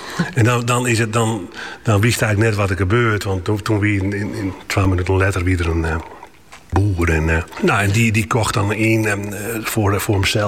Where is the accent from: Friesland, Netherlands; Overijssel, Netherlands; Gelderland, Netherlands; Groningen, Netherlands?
Friesland, Netherlands; Witmarsum; ik zei uit Friesland en Nederland. Ik zei, wie het Marsum?